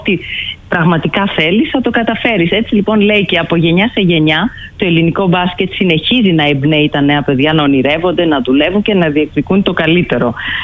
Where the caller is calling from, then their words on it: Lefkada, Ionian Islands, Greece; έχουμε τώρα και εμείς στη Λευκάδα